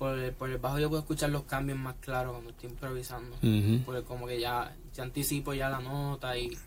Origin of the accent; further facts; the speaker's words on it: Puerto Rico; Yo soy de Juanadía.